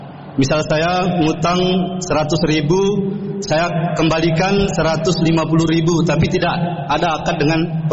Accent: West Nusa Tenggara, Indonesia; saya dari Kabupaten Sumbawa Barat.

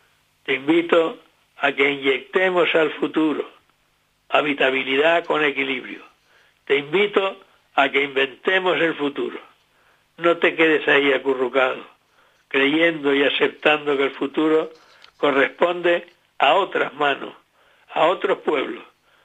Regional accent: Canary Islands, Spain; en nuestro caso, canario

